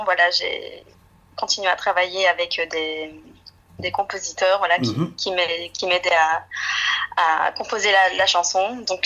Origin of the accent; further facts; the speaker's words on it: Liège, Wallonia, Belgium; Donc je suis de Liège.